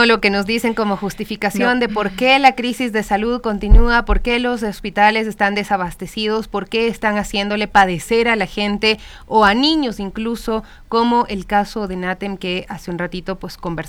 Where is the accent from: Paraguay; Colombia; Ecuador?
Ecuador; Quito, Pichincha; born there; Nací en Quito, Pichincha, Santa Bárbara, así dice mi cédula.